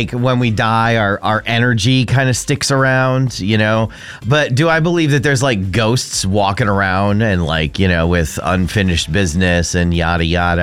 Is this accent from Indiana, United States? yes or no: no; Bristol, Connecticut, United States; now in New Hampshire, United States; I grew up in Connecticut, in Bristol